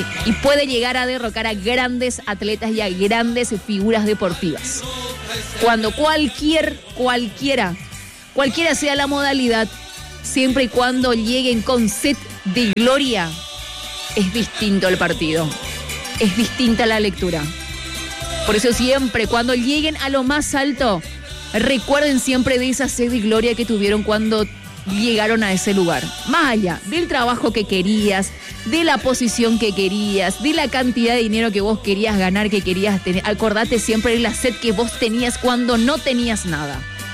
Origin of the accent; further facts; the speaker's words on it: Paraguay